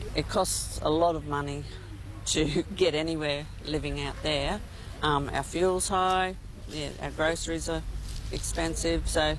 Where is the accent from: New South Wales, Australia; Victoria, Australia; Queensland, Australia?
Queensland, Australia; Mount Isa; I'm from Mount Isa, so the thing I like about Mount Isa, it's very community-minded.